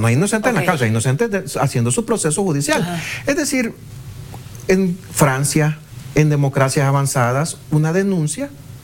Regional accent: El Salvador

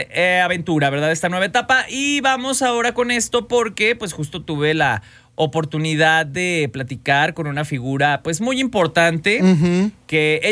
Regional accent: Aguascalientes, Mexico; now in Mexico City, Mexico; yo también hablo puro de Aguascalientes.

